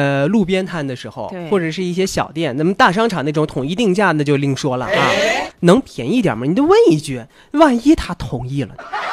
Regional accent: Xinjiang, China; 就像咱们新疆人说的皮牙子一样，

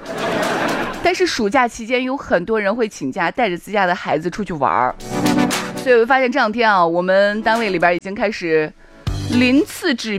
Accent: Shaanxi, China

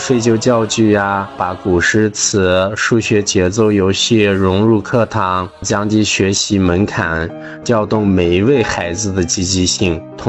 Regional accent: China; 我当时作为中国人的那种自豪感真的是无以言表，

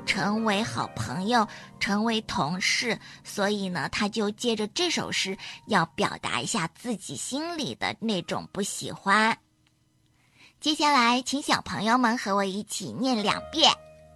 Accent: Suzhou, Jiangsu, China; 我就是苏州人。

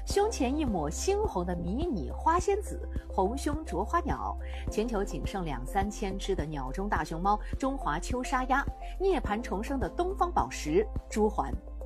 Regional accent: Nanchang, Jiangxi, China; 咱们南昌人

